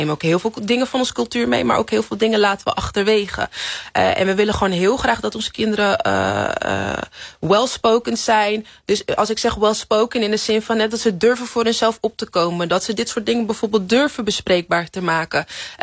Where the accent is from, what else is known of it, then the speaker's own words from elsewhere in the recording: Netherlands; ik ben geboren getogen in Nederland, maar ik ben wel opgevoed in een echt Nigeriaans huis.